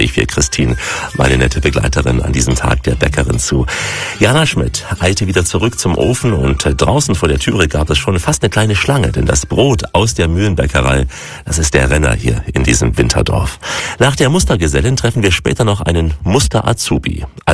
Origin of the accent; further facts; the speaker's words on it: West Germany, Germany; moved away; also born or lived in Saxony; Was ich als Wessi an meiner ehemaligen Heimat Sachsen vermisse, ist das Kraftmahlbrot